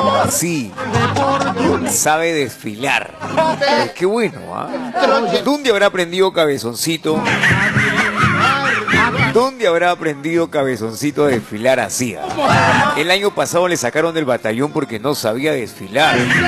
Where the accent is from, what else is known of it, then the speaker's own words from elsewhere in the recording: Peru; así somos los peruanos